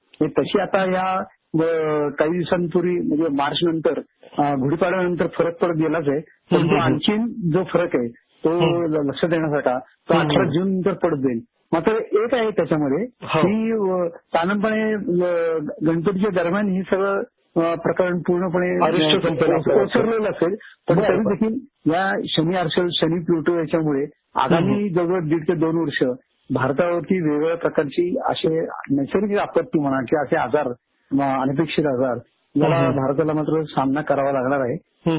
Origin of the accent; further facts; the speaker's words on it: Maharashtra, India; मी मुळचा चिंचवड जवळ ताफड गाव आहे.